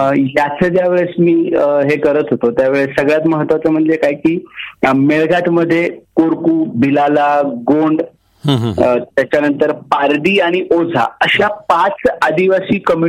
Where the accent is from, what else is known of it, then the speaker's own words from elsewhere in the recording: Sangvi Patan, Maharashtra, India; moved away; मी मूळचा सांगवी पाटण, तालुका आष्टी, जिल्हा बीड, मराठवाड्यातलं अतिशय छोटस गाव, दोन नदीच्या संगमावरती असणार भैरवनाथ महाराजांचं हे तीर्थक्षेत्र आहे.